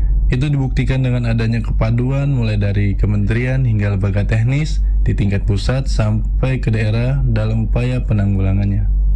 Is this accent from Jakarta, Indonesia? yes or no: yes; Jakarta, Indonesia; saya dari Jakarta.